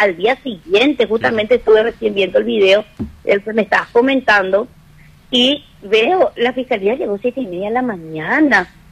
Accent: Asunción, Paraguay; yo no soy de acá. Yo vengo de Asunción.

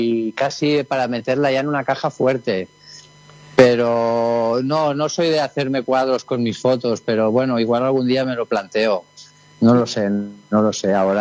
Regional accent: Catalonia, Spain

